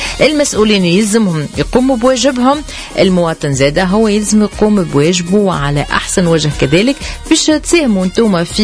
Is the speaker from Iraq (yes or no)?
no; Tunisia; راهي بلادنا تونس متاعنا, نحن دارنا ديما نرجعوا دارنا الكبيره.